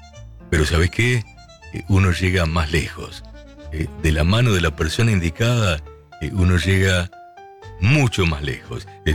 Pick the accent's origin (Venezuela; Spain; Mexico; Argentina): Argentina; Villa de Mayo, Buenos Aires Province; escuchándote desde mi trabajo de vigilancia en Escobar, aunque yo soy de Villa de Mayo.